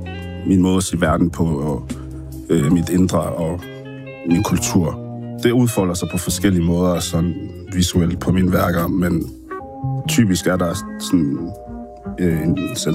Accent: Zambia; tilbage i min barndom, da jeg boede i Zambia. Ja, mine forældre er flygtninge fra Kongo til Zambia, og jeg er født i Zambia.

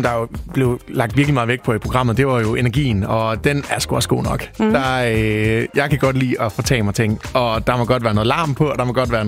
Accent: Central Denmark Region, Denmark; Jeg måtte simpelthen, nu flytter syd for Aarhus, og jeg er fra Djursland af.

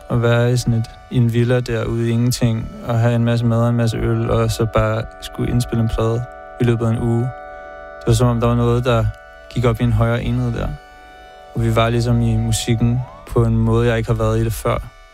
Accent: Copenhagen, Capital Region of Denmark, Denmark; Jeg kommer fra København.

